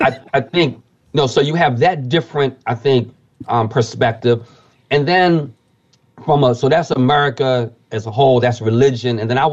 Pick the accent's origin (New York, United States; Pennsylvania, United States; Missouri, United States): Pennsylvania, United States; Philadelphia; I'm from Philadelphia, as you know.